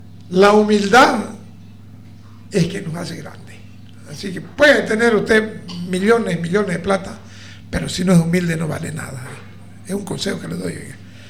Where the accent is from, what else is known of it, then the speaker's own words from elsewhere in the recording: Jorochito, Santa Cruz, Bolivia; born there; yo, como siempre he dicho, no nací en Valle Grande. Nací en Jorochito, de padre vallegrandino, mi madre vallegrandina, mi padre moromoreño. Parte de mi vida me crié con mi abuelo